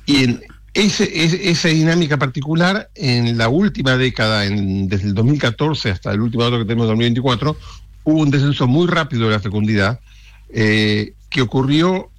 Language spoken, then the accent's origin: Spanish; Argentina